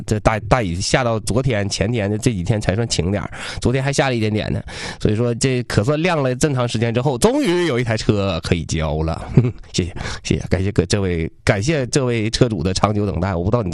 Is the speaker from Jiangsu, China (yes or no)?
no; Changchun, Jilin, China; 我们长春人，我必须支持家乡的企业啊。